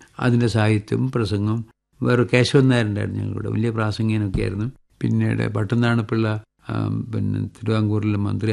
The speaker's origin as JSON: {"language": "Malayalam", "town": "Parappanangadi", "region": "Kerala", "country": "India", "tie": "born or raised there", "said": "നാട്ടിൽ ഞാൻ പരപ്പനങ്ങാടിയായിരുന്നപ്പോഴേ"}